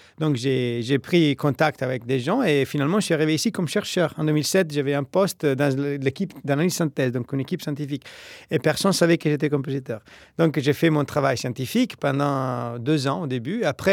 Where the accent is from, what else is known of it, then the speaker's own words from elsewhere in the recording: Italy; moved away as an adult; also born or lived in Rome / Bologna / Pesaro; now in Paris, France; je suis compositeur et mathématicien, je suis italien et je travaille en ce moment à l'IRCAM de Paris.